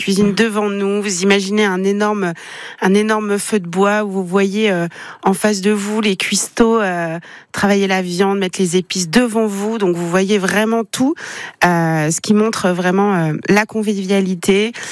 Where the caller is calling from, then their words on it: Auvergne-Rhône-Alpes, France; Je suis savoyarde.